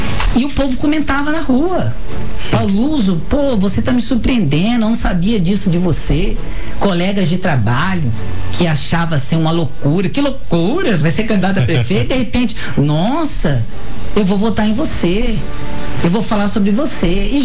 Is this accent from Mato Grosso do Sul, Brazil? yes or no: yes; Campo Grande, Mato Grosso do Sul, Brazil; born there